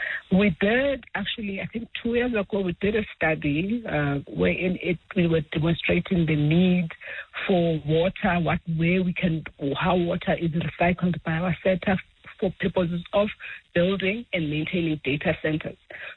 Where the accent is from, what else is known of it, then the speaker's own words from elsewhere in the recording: Pretoria, Gauteng, South Africa; I come from Pretoria.